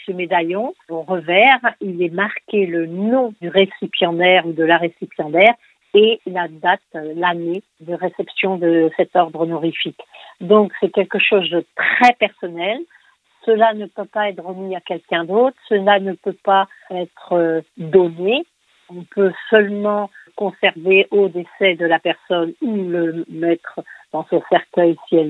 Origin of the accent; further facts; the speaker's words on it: Rennes, Brittany, France; first language Breton; French is a second language; nous avons été élevés dans la ville de Rennes, tout en langue bretonne.